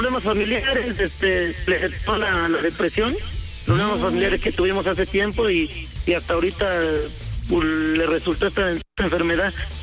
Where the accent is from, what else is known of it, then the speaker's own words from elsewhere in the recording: Acatlán de Osorio, Puebla, Mexico; Yo nací aquí en México, en el estado, pero de niño, pues ya sabes, por las situaciones que pasan entre la familia, me tuve que ir a vivir a Puebla.